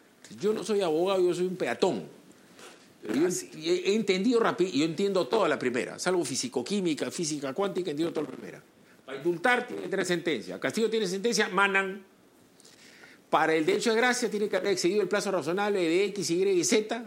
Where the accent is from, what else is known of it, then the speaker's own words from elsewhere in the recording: Lima, Peru; Mira, en el caso, además, nosotros somos limeños, en buen romance.